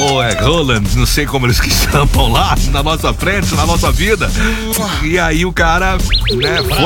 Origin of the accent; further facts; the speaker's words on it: Brazil; A gente é brasileiro